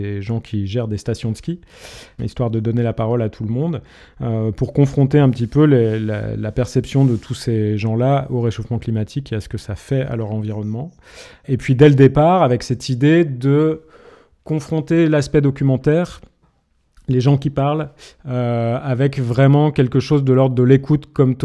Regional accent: Grenoble, Auvergne-Rhône-Alpes, France; moved away; revenir habiter là où j'ai grandi, c'est-à-dire vers Grenoble et les montagnes qui sont autour

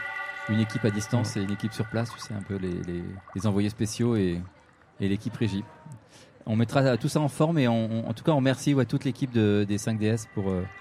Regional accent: Angers, Pays de la Loire, France; Moi, je suis un peu du coin, je suis d'Angers

